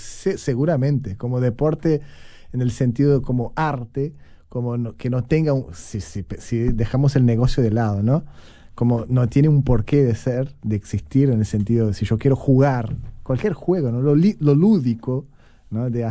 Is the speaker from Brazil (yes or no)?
yes; Brazil; now in Uruguay; Yo soy, en eso soy un brasileño medio trucho.